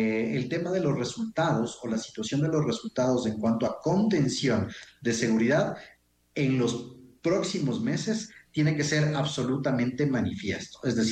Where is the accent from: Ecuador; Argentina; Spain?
Ecuador; nosotros, como ecuatorianos